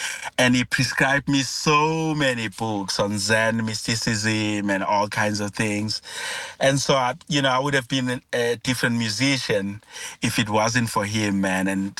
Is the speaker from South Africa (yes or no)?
yes; South Africa; first language Zulu; within the Zulu language, which is my mother tongue